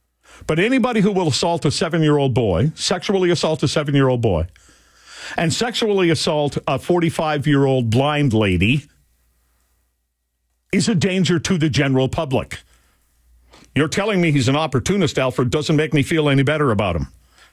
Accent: Canada; moved away as an adult; also born or lived in United States; I grew up in Canada. I went to the United States and worked there, got into talk radio, and then came back here in 2010.

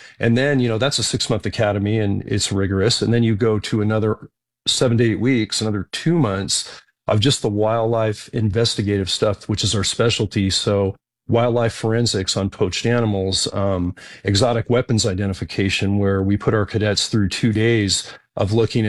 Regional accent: Gilroy, California, United States; also born or lived in San Jose; growing up in the Gilroy, San Martin, Morgan Hill area, about 25 miles south of that tech capital

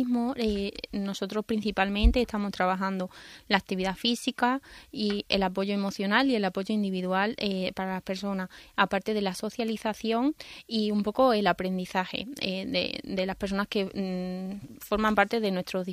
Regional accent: Mérida, Extremadura, Spain; ya que nosotros somos una familia de Mérida

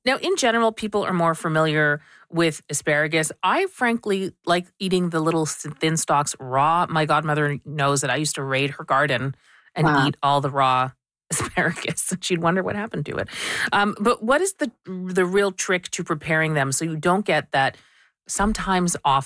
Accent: India; But of course, I am so Indian and hurt sometimes

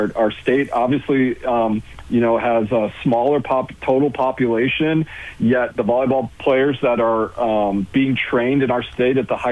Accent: Illinois, United States; moved away as an adult; also born or lived in Kansas / Wyoming; now in Brookings, United States; I grew up outside Chicago.

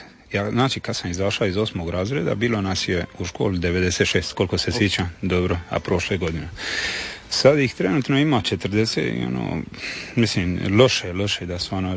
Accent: Lastovo, Dubrovnik-Neretva County, Croatia; Pa ne znam, to je moj rodni kraj. To je jednostavno, to ti je ljubav tu, mislim, tu ti je cijela mladost, djetinjstvo

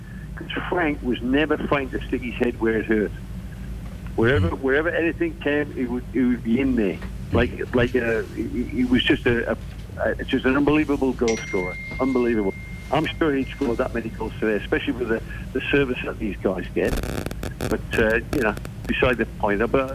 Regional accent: England, United Kingdom; now in Australia; are you English? I went, well, yeah. I said, I'm Australian now.

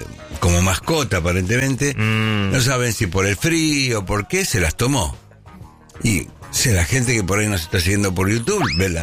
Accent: Argentina

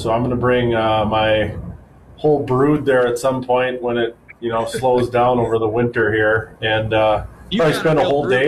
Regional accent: North Dakota, United States; I'm born and raised in Western North Dakota. I've spent a lot of time in the Badlands

